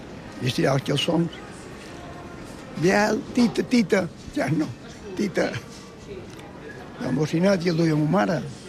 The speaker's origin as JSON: {"language": "Catalan", "town": "Palma", "region": "Balearic Islands", "country": "Spain", "tie": "born there"}